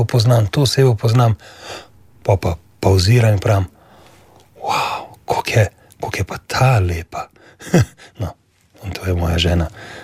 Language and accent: Slovenian; Ljubljana, Slovenia; born there; Ja, rodil sem se v Ljubljani kar nekaj let nazaj, bom rekel.